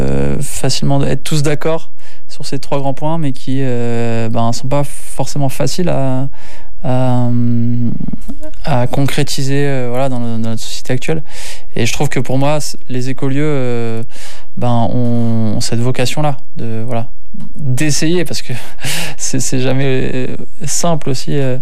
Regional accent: northern France, France; now in Charente, France; Ouais, donc effectivement, j'ai grandi dans le nord, mais un stage de fin d'études m'a amené à vivre en Charente

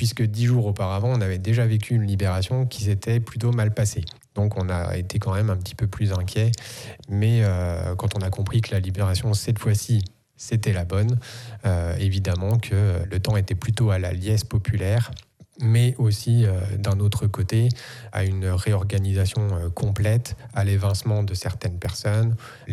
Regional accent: Neufchâteau, Grand Est, France; Alors moi, je suis né à Neufchâteau. Je suis un vrai néo-castrien.

